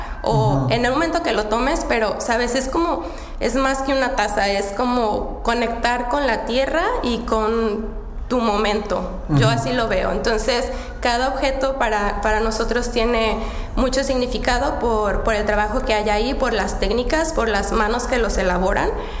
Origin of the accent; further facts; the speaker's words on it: Mexico; que soy mexicana